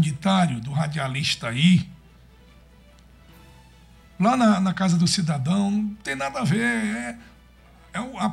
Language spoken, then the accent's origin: Portuguese; Maranhão, Brazil; now in São Luís, Brazil; Quando eu vou lá para a minha região, lá no centro-sul do Maranhão